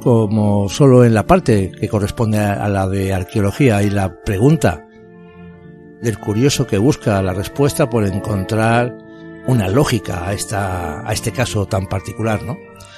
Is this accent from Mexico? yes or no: no; Asturias, Spain; el Principado de Asturias, aquí en mi tierra